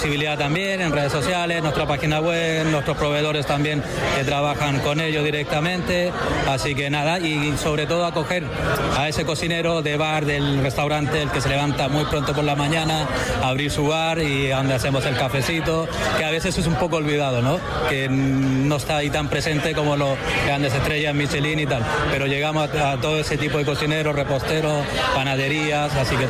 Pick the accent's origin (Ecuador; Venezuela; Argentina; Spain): Spain; Balearic Islands; vengo de Islas Baleares, Mallorca